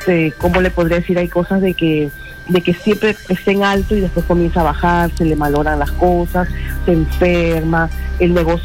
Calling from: La Perla, Callao, Peru; De aquí, de La Perla, Callao.

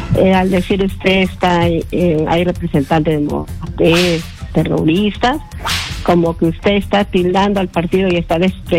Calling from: Peru; nosotros como peruanos

